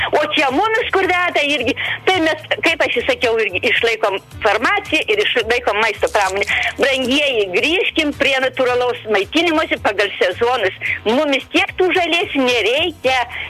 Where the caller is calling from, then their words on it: Samogitia, Lithuania; aš žinokit, jau kaip žemaitė